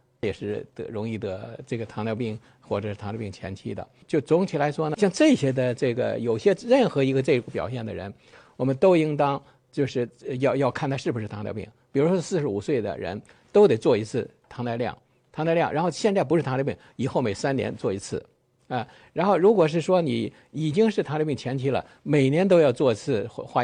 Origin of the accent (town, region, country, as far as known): China